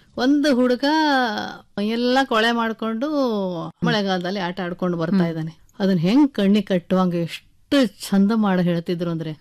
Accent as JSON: {"language": "Kannada", "region": "Karnataka", "country": "India", "tie": "born or raised there", "moved": "yes", "said": "ಉತ್ತರ ಕನ್ನಡದಲ್ಲಿ ಒಂದು ಪುಟ್ಟ ಹಳ್ಳಿ ಅದು. ಅಲ್ಲಿ ನಂದು ಪ್ರೈಮರಿ ಎಜುಕೇಶನ್, ಆಮೇಲೆ ಹೈಸ್ಕೂಲ್. ಹೈಸ್ಕೂಲಿಗಂತೂ ಈಗ ನೆನಕೊಂಡ್ರೆ ನಾ ಹೆಂಗ್ ಹೋಗಿದ್ದೇನೆ ಅನ್ನೋದೇ ನನಗೆ ಆಶ್ಚರ್ಯ. ಯಾಕಂದ್ರೆ ಅವಾಗಿನ ನಮ್ಮಲ್ಲಿ ವಿದ್ಯುತ್ ದೀಪನು ಇರ್ಲಿಲ್ಲ, ಬರೀ ಕಾಡ ಮಧ್ಯೆ ಇದ್ದಂಗೆ, ಅಡಿಕೆ ತೋಟ, ಬಾಳೆ ತೋಟ"}